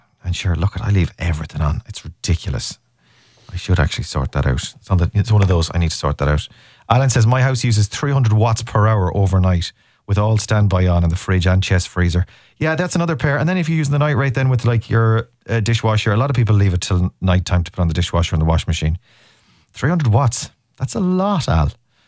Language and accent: English; Cork, Munster, Ireland; That's a Cork thing. I'm from Cork. I'm from Cork.